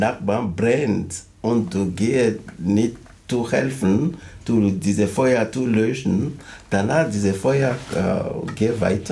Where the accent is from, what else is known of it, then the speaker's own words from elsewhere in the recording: Benin; German is a second language; Also, ich komme aus Benin und ich spreche Fon. Ich spreche Deutsch, Fon.